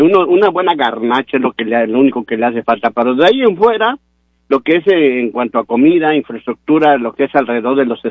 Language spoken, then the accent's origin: Spanish; Mexico; así como buen mexicano